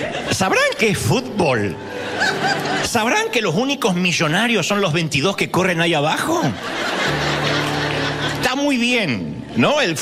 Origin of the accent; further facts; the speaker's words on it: Argentina; moved away; A veces yo publico algo obviamente por mi país natal y se enojan, dice, pero ustedes los argentinos agrandados